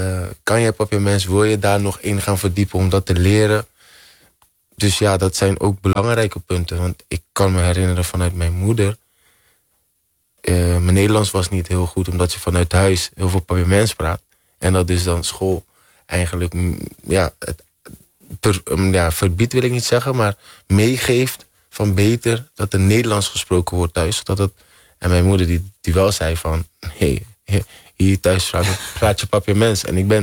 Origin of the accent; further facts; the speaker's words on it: Curaçao; ik ben trots dat ik van Curaçao kom.